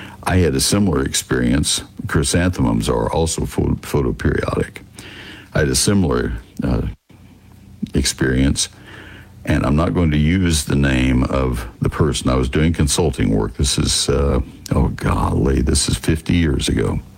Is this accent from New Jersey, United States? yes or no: no; Texas, United States; I grew up in Texas, but my degrees are both from Ohio State